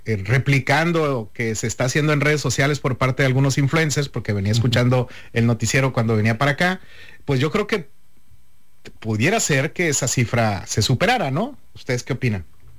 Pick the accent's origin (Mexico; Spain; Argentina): Mexico